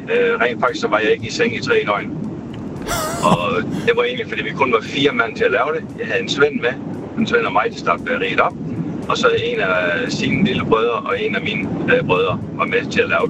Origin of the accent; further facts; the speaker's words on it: Region of Southern Denmark, Denmark; now in Varde, Denmark; jeg startede bageri i 89, og som sønderjyde kom jeg til Varde